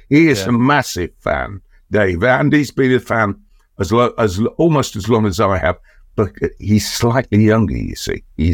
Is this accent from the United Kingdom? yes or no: yes; Leicester, East Midlands, United Kingdom; born there; I was born in the Fielding Johnson Hospital on Regent Road, Leicester in 1950.